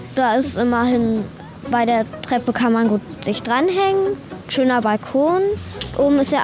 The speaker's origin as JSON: {"language": "German", "town": "Erftstadt", "region": "North Rhine-Westphalia", "country": "Germany", "said": "ich komme auch aus Erftstadt und ich bin auch 9 Jahre alt."}